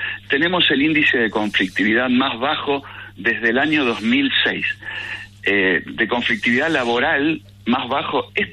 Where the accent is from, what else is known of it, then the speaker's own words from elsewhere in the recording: Argentina; tenemos que saber lo que tenemos como argentinos, tenemos que estar orgullosos de lo que tenemos como argentinos